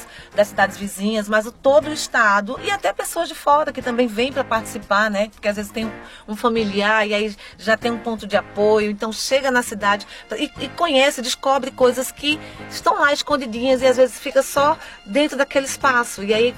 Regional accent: Caruaru, Pernambuco, Brazil; nós aqui pernambucanos, né? Eu sou daqui, de Caruaru, eu sou pernambucana

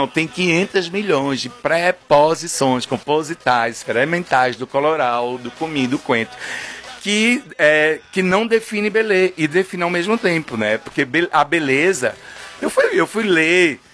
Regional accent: São Sebastião, Brazil; born there; Porque quando eu nasci no São Sebastião

